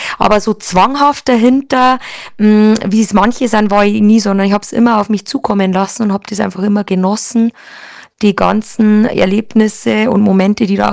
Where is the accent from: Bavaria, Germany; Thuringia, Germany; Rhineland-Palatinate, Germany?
Bavaria, Germany; bei uns in Ickensbach im Gasthaus Linsmeier.